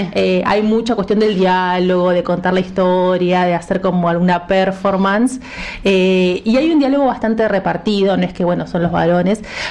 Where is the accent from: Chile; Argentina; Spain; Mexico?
Argentina